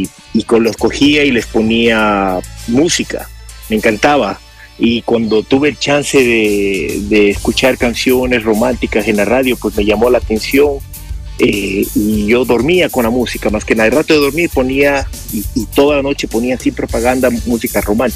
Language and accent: Spanish; Santa Elena, Ecuador; moved away as an adult; also born or lived in United States; now in Cuenca, Ecuador; crecí en la península de Santa Elena, que hoy es provincia. Fue eso en los 70s, 80s, ahí fue donde que escuchaba la radio ahí romántica, pero yo crecí también con cultura americana.